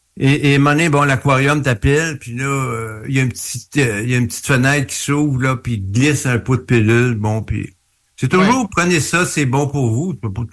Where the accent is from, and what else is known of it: Montreal, Quebec, Canada